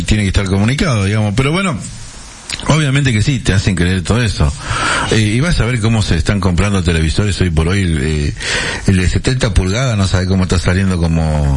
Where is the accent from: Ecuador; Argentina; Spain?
Argentina; los argentinos hoy por hoy estamos teniendo esa nacionalidad, ese sentimiento patrio nacionalista